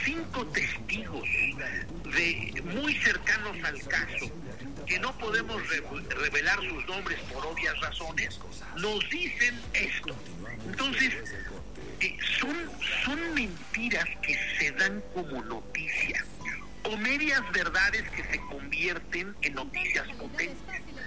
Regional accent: Mexico; no únicamente somos víctimas los mexicanos

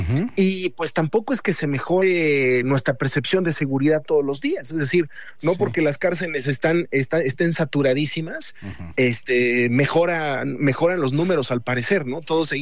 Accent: Mexico; como mexicanos siempre somos dados a tratar de resolverlo con el primo de un amigo

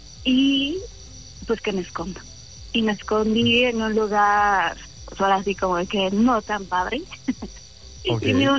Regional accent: Mexico City, Mexico; Tengo 27 años, de la Ciudad de México.

